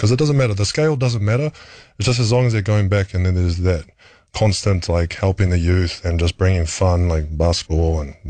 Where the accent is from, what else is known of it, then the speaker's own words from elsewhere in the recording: New Zealand; but then, yeah, you kind of still keep to being Kiwi.